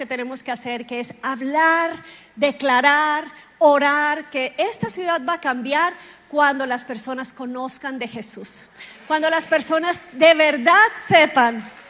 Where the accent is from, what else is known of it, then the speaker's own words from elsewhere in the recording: Barranquilla, Atlántico, Colombia; born there; nací en Barranquilla, Colombia, hermosa tierra, gente alegre, gente chévere